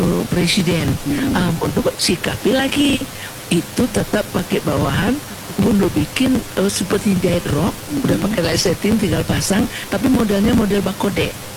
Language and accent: Indonesian; West Sumatra, Indonesia